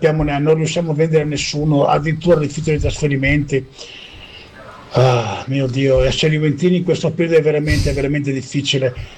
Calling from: Ferrara, Emilia-Romagna, Italy; io sono di Ferrara

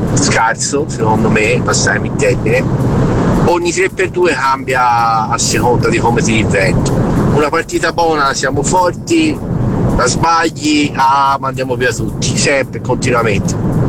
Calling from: Pistoia, Tuscany, Italy; da Pistoia

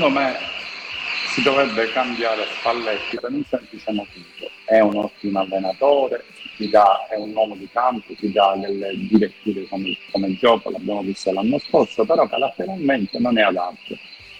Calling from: Palermo, Sicily, Italy; da Palermo.

